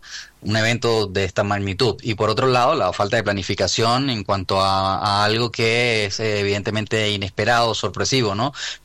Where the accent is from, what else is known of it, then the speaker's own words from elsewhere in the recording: Venezuela; no como comunicador, sino como venezolano